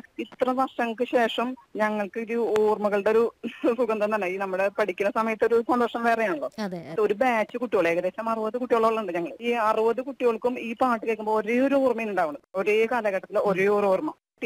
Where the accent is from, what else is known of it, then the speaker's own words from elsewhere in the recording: Anthikad, Kerala, India; എന്റെ നാട് അന്തിക്കാടാണ്.